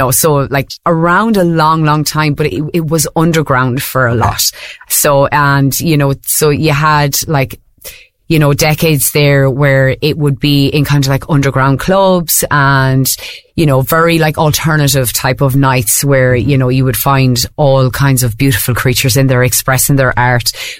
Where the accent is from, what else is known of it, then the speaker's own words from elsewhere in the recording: Ireland; a woman growing up in Ireland and in a Catholic Ireland